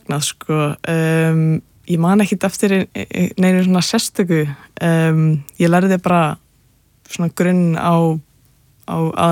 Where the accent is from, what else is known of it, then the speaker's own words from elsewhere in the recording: Capital Region, Iceland; Nei, ég er ættu að vestan ég úlst upp bara bara á höfbrukarsveðinu sko.